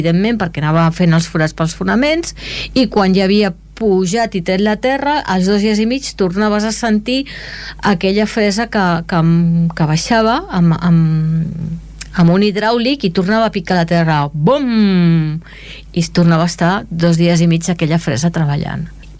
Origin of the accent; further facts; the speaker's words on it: Esplugues de Llobregat, Catalonia, Spain; soc d'Esplugues i em diuen, ah, del Caufec.